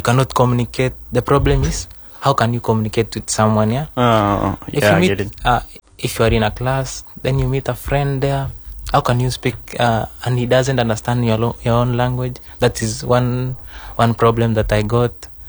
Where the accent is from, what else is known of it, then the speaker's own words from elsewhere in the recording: Kenya; moved away as an adult; now in Kendari, Indonesia; I'm from Kenya.